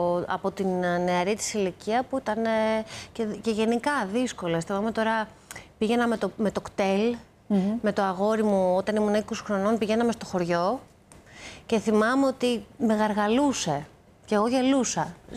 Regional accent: Athens, Attica, Greece; Εγώ γεννήθηκα στην Αθήνα και μεγάλωσα στην Αθήνα.

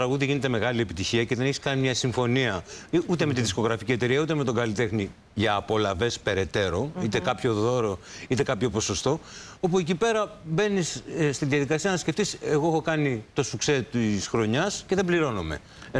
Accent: Tripoli, Peloponnese, Greece; Αν και είμαι και εγώ από την Τρίπολη, όπως ο … είναι από την Ασέα

